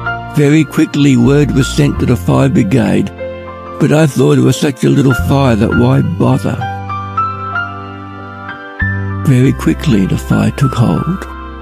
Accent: Ballarat, Victoria, Australia; I'm from Ballarat.

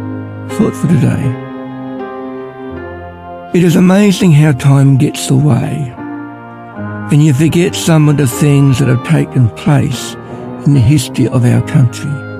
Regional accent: Ballarat, Victoria, Australia; I'm from Ballarat.

